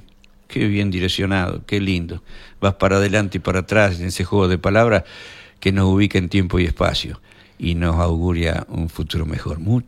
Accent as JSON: {"language": "Spanish", "country": "Uruguay", "said": "como lo digo siempre, los uruguayos tenemos mucho en común. Nos une la payada, nos une la milonga, nos une las raíces."}